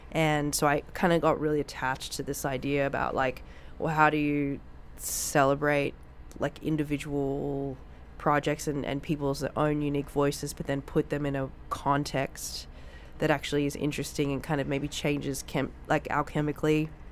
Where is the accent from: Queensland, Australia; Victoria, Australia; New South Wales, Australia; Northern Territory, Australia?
New South Wales, Australia; Sydney; moved away; who lives in Sydney now, where my hometown is.